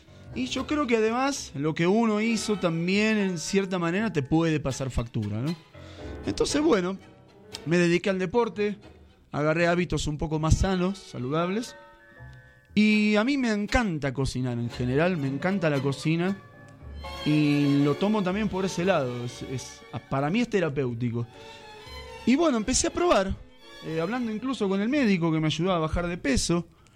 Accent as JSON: {"language": "Spanish", "country": "Argentina", "moved": "as an adult", "said": "Soy argentino. Tengo la fortuna de haber llegado a este país hace 24 años, supuestamente por 3 meses, y acá estoy todavía."}